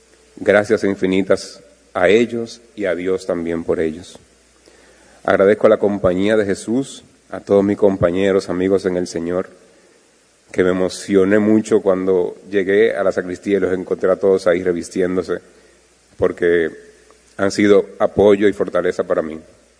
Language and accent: Spanish; Enriquillo, Barahona, Dominican Republic; Gracias también a toda la gente de mi tierra, de Enriquillo, que está aquí conmigo también